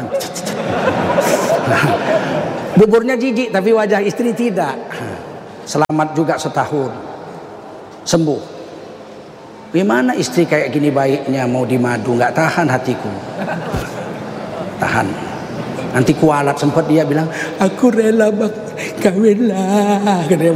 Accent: Medan, North Sumatra, Indonesia; Dan saya orang Medan. Kami orang Medan paling jijik makan bubur.

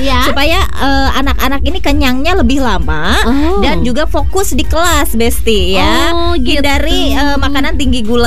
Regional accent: West Java, Indonesia; Terus kalau aku orang Sunda kan memang suka perkencuran ya.

